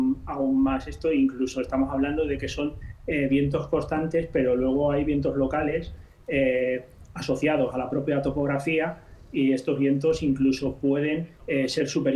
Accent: Ávila, Castile and León, Spain; soy de Ávila.

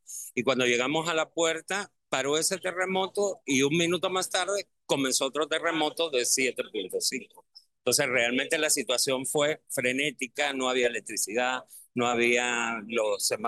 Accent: Spain; now in Venezuela; Yo me vine de España hace 40 años ya. Uno ya aquí tiene sus raíces. Venezuela te dio muchas posibilidades que España en su momento a lo mejor no nos podía dar.

